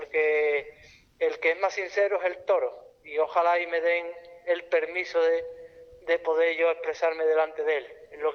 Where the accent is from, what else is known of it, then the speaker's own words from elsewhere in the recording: Chiclana de la Frontera, Andalusia, Spain; como un torero de Chiclana que soy, un torero chiclanero